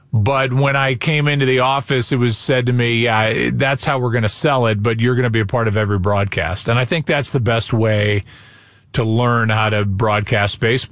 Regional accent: St. Louis, Missouri, United States; I'm going to be calling my hometown team in the World Series

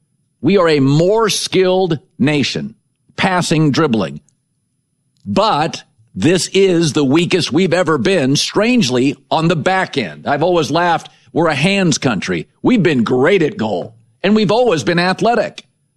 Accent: Pacific Northwest, United States; I grew up in the Pacific Northwest. Timber, Sounders, college programs. I like soccer. Mom was British.

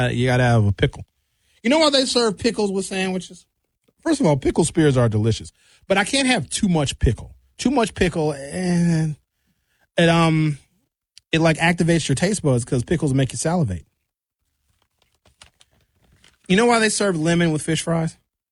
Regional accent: Milwaukee, Wisconsin, United States; I'm not African. I'm American. I'm from Milwaukee.

